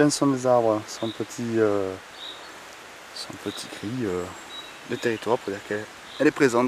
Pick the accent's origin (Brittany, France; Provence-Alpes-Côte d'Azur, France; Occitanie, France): Occitanie, France; Moi chez moi dans le Quercy par exemple, c'est une plante qui va sortir au mois de février, mars à peu près